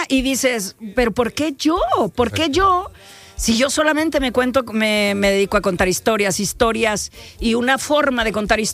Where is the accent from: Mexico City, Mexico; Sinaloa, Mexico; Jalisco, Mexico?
Jalisco, Mexico; Guadalajara; also born or lived in Los Angeles; que se sientan bienvenidos en Guadalajara, porque es mi ciudad, porque yo amo a mi gente, porque al final somos mexicanos